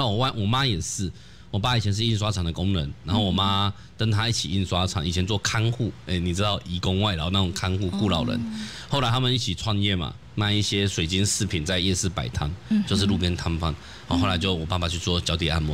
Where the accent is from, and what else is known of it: Taipei, Taiwan; born there